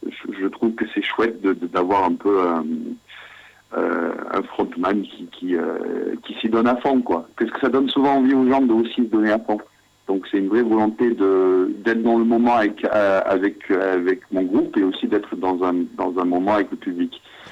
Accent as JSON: {"language": "French", "town": "Glasgow", "region": "Scotland", "country": "United Kingdom", "said": "on a un point commun parce que je suis de Glasgow et je suis je suis supporter de Glasgow Celtic."}